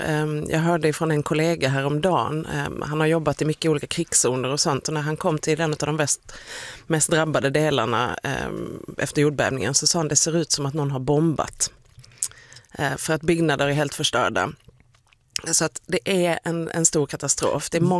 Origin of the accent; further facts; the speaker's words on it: Skåne, Sweden; jag är skåning